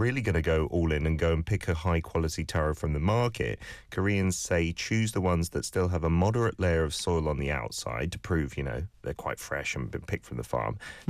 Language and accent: English; Philippines; For me, as a Filipino, I think of boba tea when I think of taro.